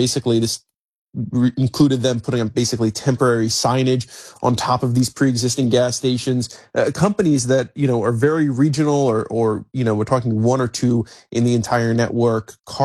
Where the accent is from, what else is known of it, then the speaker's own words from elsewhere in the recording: Long Island, New York, United States; accent: Long Island; I'm still a Long Islander at heart, so you do hear you do hear it come out once in a while.